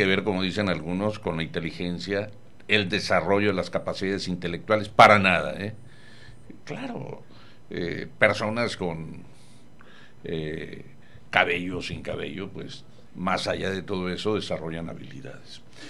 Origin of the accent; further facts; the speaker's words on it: Mexico; moved away; Allá por mi tierra, atraviesa Jalisco y parte de Nayarit, el río Lerma.